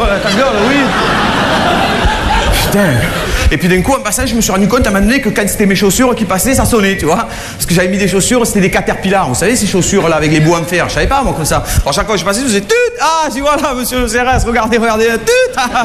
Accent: France; Oui, on va vous faire la cuisine, on est français, vous inquiétez pas, laissez-nous faire

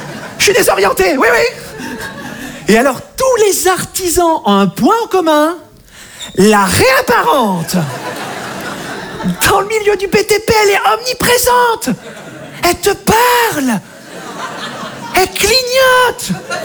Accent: Monbazillac, Nouvelle-Aquitaine, France; je viens de Montbazillac, dans le sud-ouest de la France

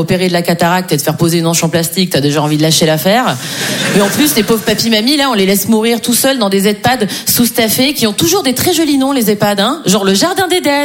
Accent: Switzerland; c'est un effort énorme de dire 90, parce que je suis suisse. Donc en vrai, je dis 90.

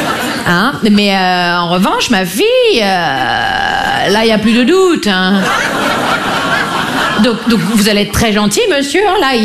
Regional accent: Grand Est, France; accent: Vosges; C'est rien, c'est mon accent vosgien qui remonte parfois.

